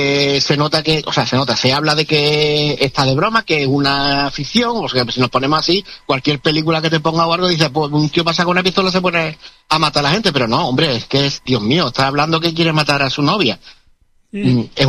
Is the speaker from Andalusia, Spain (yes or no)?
yes; El Puerto de Santa María, Andalusia, Spain; Somos del puerto de Santa María.